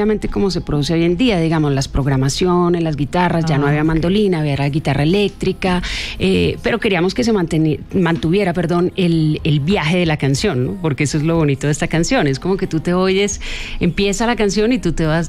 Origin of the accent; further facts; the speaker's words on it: Colombia; moved away; para los que somos colombianos